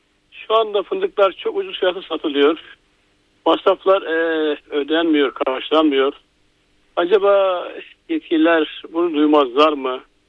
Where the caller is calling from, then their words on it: Sakarya, Turkey; ben Sakarya Kezi'den arıyorum.